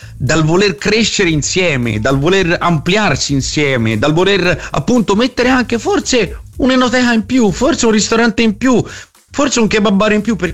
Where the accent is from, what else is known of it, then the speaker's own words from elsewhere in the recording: Campi Bisenzio, Tuscany, Italy; now in Milan, Italy; io da campigiano quando torno a casa